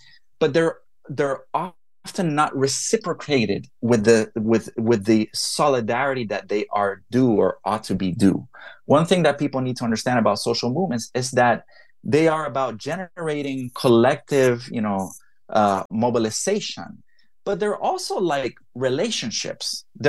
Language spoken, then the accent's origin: English; Puerto Rico; I myself, I'm not Afro-Latino. I'm from Puerto Rico. I'm very much Latino.